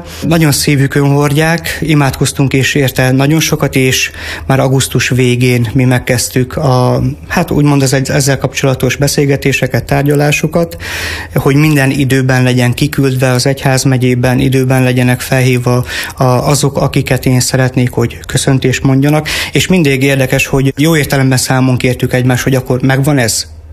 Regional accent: Zakarpattia Oblast, Ukraine; now in Hungary; hogy én kárpátaljai származású vagyok, előtte Szerencsén éltünk 2 évig.

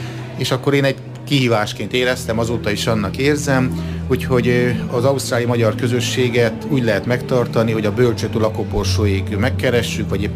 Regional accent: Transylvania, Romania; moved away as an adult; also born or lived in Cluj-Napoca / Sárospatak, Hungary; now in Australia; haza kell menni a szülőföldre, úgyhogy 98-ban visszamentem Erdélybe, és a Kovászna megyei komandon voltam lelkész

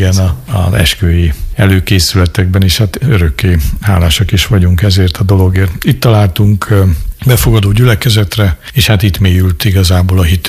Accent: Debrecen, Hajdú-Bihar, Hungary; now in Nyíregyháza, Hungary; városban éltünk, Debrecenben nőttem föl

